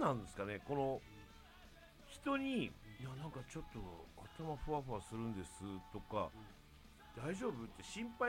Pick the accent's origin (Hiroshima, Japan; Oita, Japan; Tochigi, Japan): Oita, Japan; born or raised there; moved away